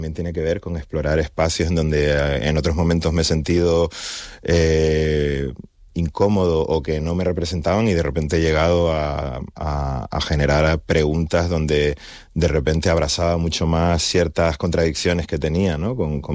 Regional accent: Canary Islands, Spain; En plan, como muchísimos canarios y canarias, y en ese momento también me sentía como que no era ni de aquí ni de allá, ¿no? Entonces, allí era súper canarión, aquí un poco godo

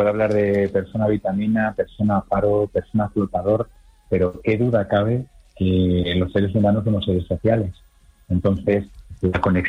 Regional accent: Spain; por lo menos en España, que tenemos unos servicios de salud mental para la infancia y para la adolescencia

